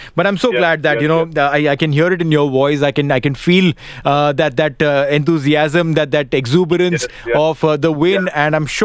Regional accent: Mumbai, Maharashtra, India; I'm from Mumbai.

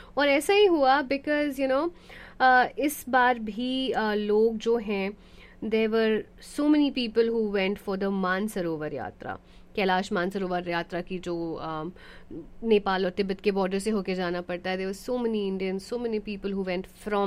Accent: Patna, Bihar, India; now in United States; हम पटना से हैं

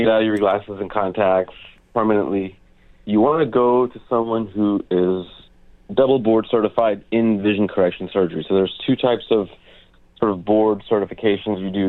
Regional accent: Tyler, Texas, United States; Plano, Texas is almost kind of like a second home for me. I grew up in Tyler, Texas.

